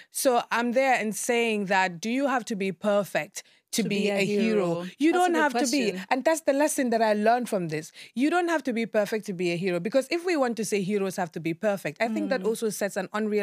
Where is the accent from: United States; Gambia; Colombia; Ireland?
Gambia; But you know, honestly, I'm from the River Gambia, and I can tell you this.